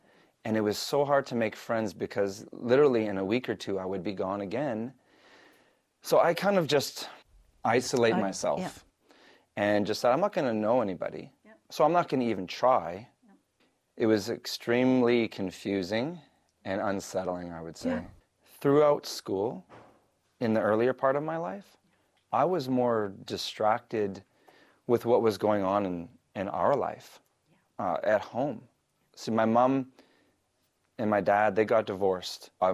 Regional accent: Winnipeg, Manitoba, Canada; I was born in Winnipeg, Manitoba.

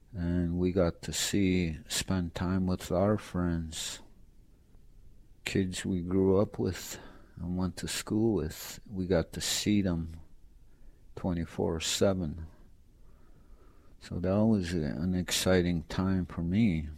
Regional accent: Ontario, Canada; I'm from Meshkigogman First Nation, Ontario, Canada. And I'm a full-blooded Ojibwe.

